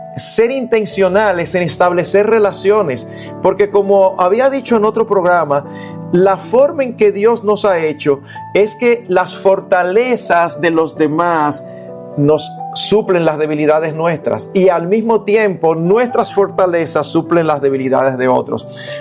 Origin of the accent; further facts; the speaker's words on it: Santo Domingo, Distrito Nacional, Dominican Republic; Eduardo, tú y yo crecimos aquí en Santo Domingo.